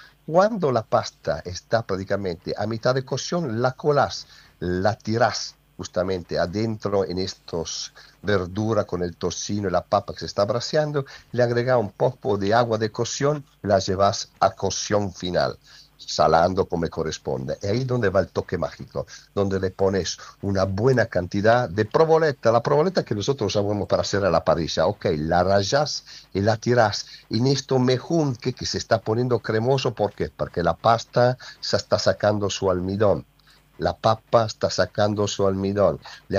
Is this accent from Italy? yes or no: yes; Milan, Lombardy, Italy; now in Argentina; Yo soy de Milán, pero me hago el clásico, el cremonese.